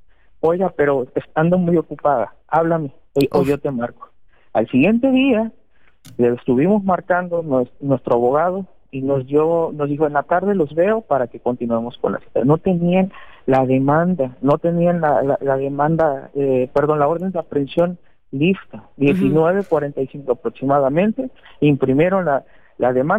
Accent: Poza Rica, Veracruz, Mexico; nosotros somos de Poza Rica, Veracruz

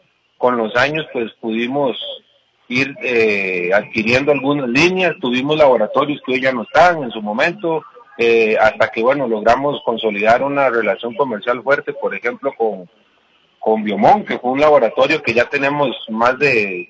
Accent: Costa Rica; eso es algo que tenemos nosotros como costarricenses

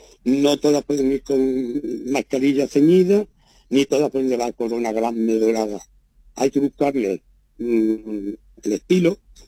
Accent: Jaén, Andalusia, Spain; born there; also born or lived in Granada / Villargordo; Hombre, nací el 9 de octubre, el día 18, ya estaba en Jaén, después del bautismo, o sea, que imagínate lo que tengo yo de granadino. Sin embargo, Villargordo lo llevo a gala

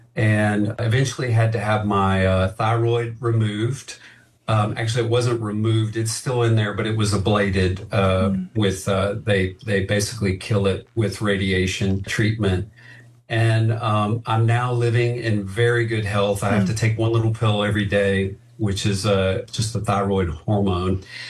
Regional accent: Louisiana, United States; I grew up in South Louisiana, where we do not stand and face hurricanes.

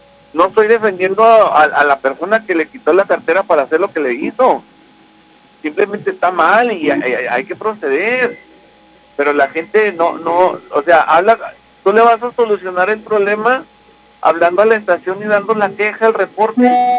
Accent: Valle de Juárez, Chihuahua, Mexico; yo soy vallejuarense 100%, yo nací en el Valle de Juárez y pago mis impuestos mexicanos y pago impuestos americanos

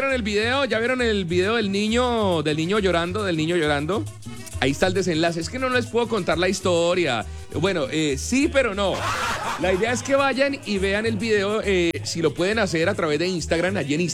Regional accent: Neiva, Huila, Colombia; que somos de Neiva, del Huila.

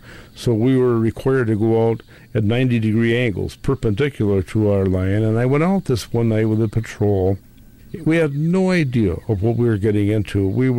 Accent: Wisconsin, United States; I'm trying to tell this guy that I am from Wisconsin, and I have 3 children in our family.

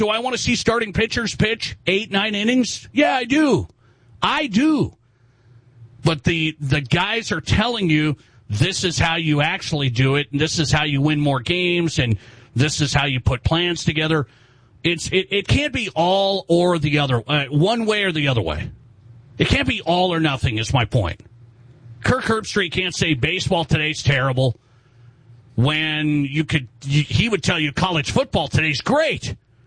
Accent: Montana, United States; I think I played wiffle ball back in the day in my hometown of Montana

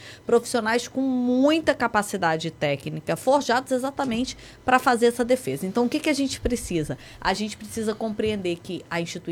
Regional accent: Rio de Janeiro, Brazil; moved away as an adult; now in Bahia, Brazil; Eu cheguei aqui há 18 anos, vim do estado do Rio de Janeiro.

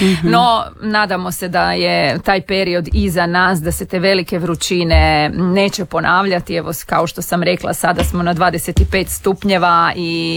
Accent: Primorje-Gorski Kotar County, Croatia; kod nas u Primorju

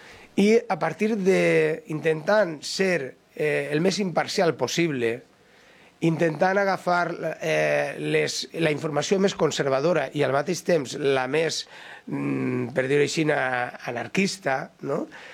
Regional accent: Alcoy, Valencian Community, Spain; a mi em va demanar que com a Alcoià escriguera sobre dos alcaldes que foren cabdals

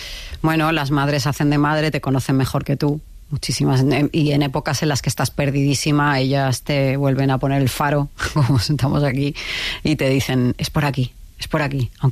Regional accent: Balearic Islands, Spain; soy de Mallorca y bueno, no sé dónde tal.

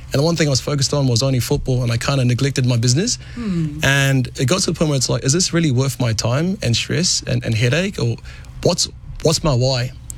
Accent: South Auckland, Auckland, New Zealand; Like I'm from South Auckland, and I built this for my garage, and I was really scared to say that in the past because I thought that quality can't come from South Auckland.

